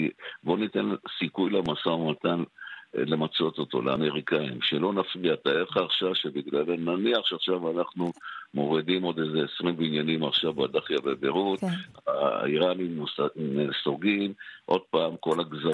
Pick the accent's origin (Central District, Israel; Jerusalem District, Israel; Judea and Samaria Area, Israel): Jerusalem District, Israel; Jerusalem; אני זוכר את התקופה, אני ירושלמי, שהתפוצצו פה אוטובוסים